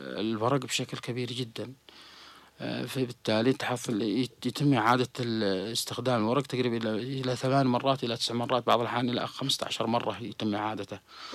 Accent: Yemen; هو أكيد عندنا في اليمن كل شيء يروح للحرق

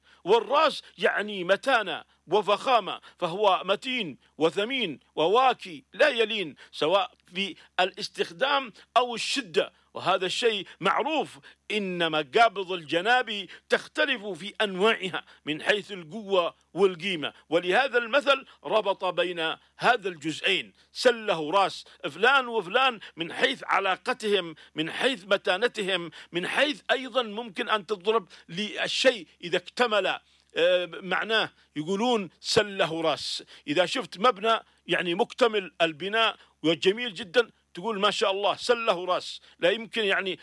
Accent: Yemen; في موروثنا الشعبي اليمني

